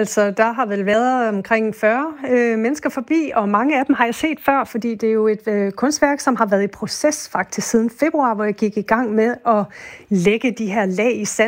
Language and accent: Danish; Aarhus, Central Denmark Region, Denmark; jeg er ikke fra Skive, jeg er fra Aarhus